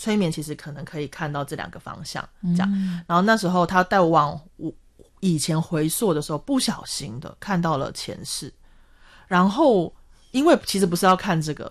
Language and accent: Chinese; Japan; Chinese is a second language; 对，然后我是一个日本人